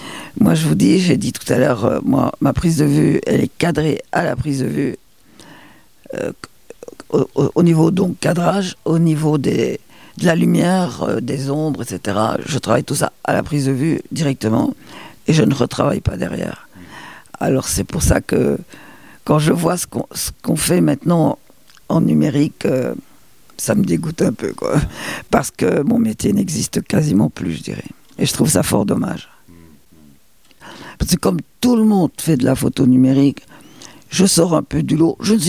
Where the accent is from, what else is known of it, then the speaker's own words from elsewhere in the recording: Belgium; moved away as an adult; now in Châtillon-en-Diois, France; Je suis belge aussi, il est parfait. Et voilà. Moi, j'étais à l'internat en Belgique, très jeune, à partir de 8 ans jusqu'à mes 20 ans.